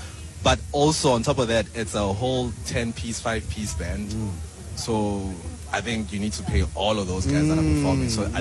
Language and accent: English; Johannesburg, Gauteng, South Africa; Yeah, I mean, we're from Joburg. We started in Joburg around Bram.